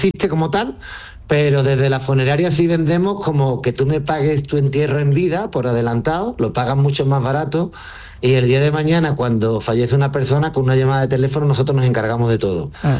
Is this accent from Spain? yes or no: yes; Andalusia, Spain; now in Mexico; Y Andalucía también la echo de menos entera, mi tierra.